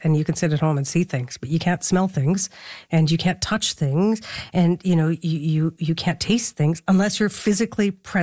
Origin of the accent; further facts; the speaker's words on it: Saskatoon, Saskatchewan, Canada; Okay, I'm going to clear something up for you in case you go to Saskatoon, my hometown.